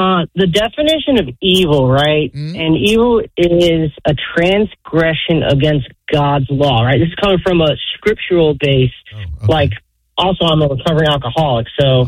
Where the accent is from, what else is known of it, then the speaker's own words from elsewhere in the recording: Jacksonville, Florida, United States; now in Davenport, United States; Yeah, we just moved here from Jacksonville.